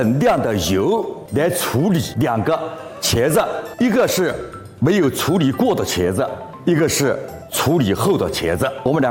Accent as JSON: {"language": "Chinese", "town": "Nanjing", "region": "Jiangsu", "country": "China", "said": "因为我来自于南京啊"}